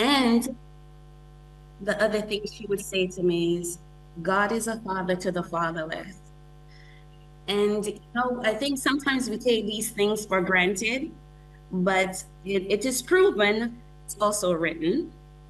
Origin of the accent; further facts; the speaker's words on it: Kingston, Jamaica; I was born here in Kingston Jubilee Hospital, and I was born to a teenage mom